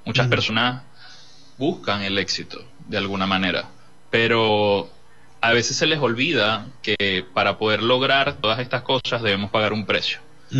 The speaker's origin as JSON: {"language": "Spanish", "country": "Peru", "moved": "as an adult", "lives_now": "Venezuela", "said": "Una de las metas que me propuse desde que vine de Perú es llevar a Venezuela en el nivel de pizzería más arriba"}